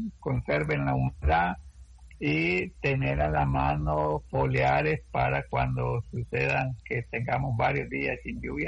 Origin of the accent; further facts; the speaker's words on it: El Salvador; como buenos salvadoreños, seguir produciendo para garantizar la comida o la alimentación en las ciudades.